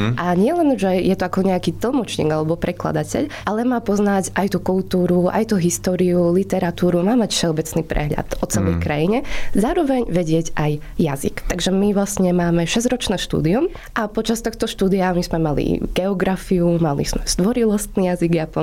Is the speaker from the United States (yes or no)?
no; eastern Slovakia, Slovakia; Ja som zo Slovenska, z východného Slovenska konkrétne a študovala som tu na Bratislave na Komenského univerzite odbor japonológia.